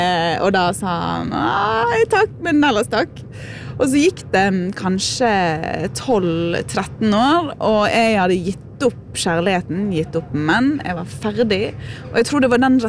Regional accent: Bergen, Vestland, Norway; also born or lived in Kaupanger

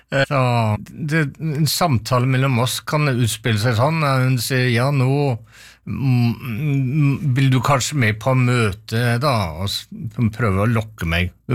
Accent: Vestfold og Telemark, Norway; accent: Telemark dialect; snakket telemarksmål med dem, da ble jeg mer og mer radikal i min dialekt, og finner tilbake til språket gjennom de gamle som jeg besøker.

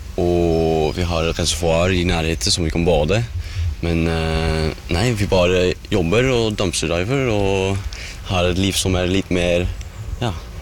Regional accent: Netherlands; now in Norway; men også fra Nederland som jeg kommer fra

